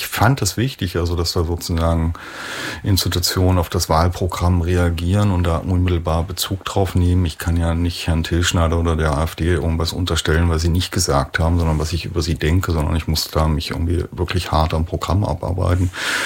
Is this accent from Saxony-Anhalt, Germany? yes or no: yes; Halle, Saxony-Anhalt, Germany; born or raised there